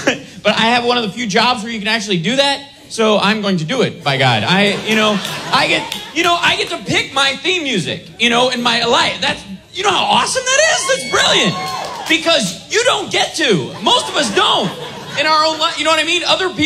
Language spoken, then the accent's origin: English; Kentucky, United States; I'm from Kentucky, and that's what I used to get.